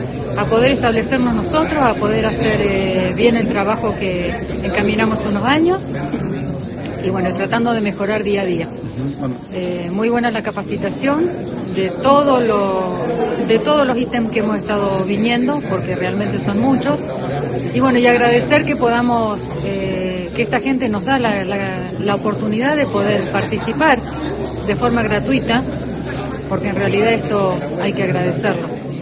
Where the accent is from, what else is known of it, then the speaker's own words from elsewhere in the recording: Juana Koslay, San Luis, Argentina; Buen día, buen día. Soy de Juana Coslay.